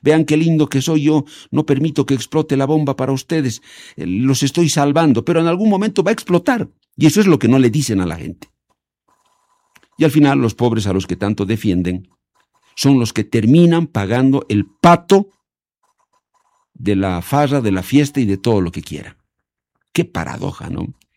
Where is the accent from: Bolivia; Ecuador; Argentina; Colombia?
Bolivia